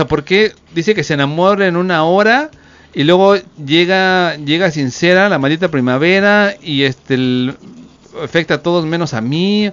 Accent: Mexico City, Mexico; Soy chilango

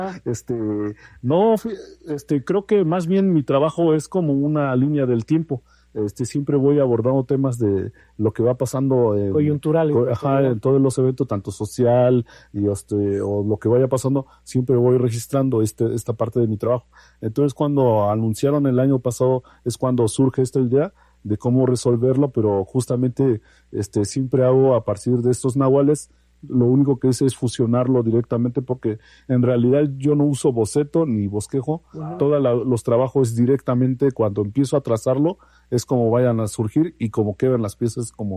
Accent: Oaxaca, Mexico; first language Mazatec

